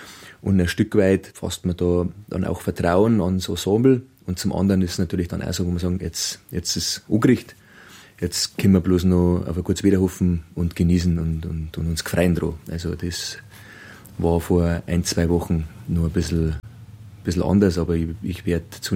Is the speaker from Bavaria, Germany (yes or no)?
yes; Bavaria, Germany; Persönlich bin ich direkt an die Berg aufgewachsen. Meine Familie hat auch eine Alm in die Berg, die Schlossalm.